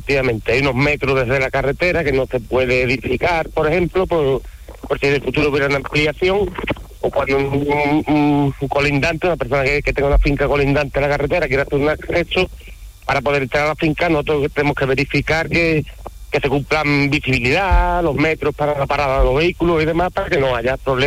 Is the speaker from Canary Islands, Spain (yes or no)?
no; Vejer de la Frontera, Andalusia, Spain; Soy un Bejer de la Frontera, un maravilloso pueblo aquí de la provincia de Cádiz.